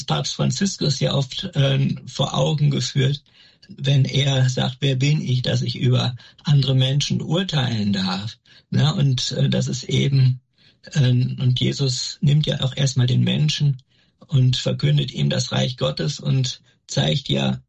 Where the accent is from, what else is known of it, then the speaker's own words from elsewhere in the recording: Wesel, North Rhine-Westphalia, Germany; für mich ist gebürtig aus der Pfarrei Herz Jesu in Wesel